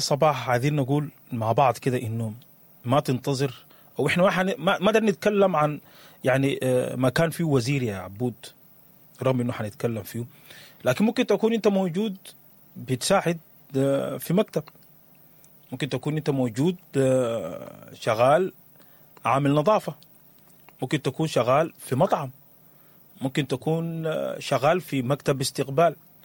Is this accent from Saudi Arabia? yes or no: no; Sudan; عندنا كسودانيين،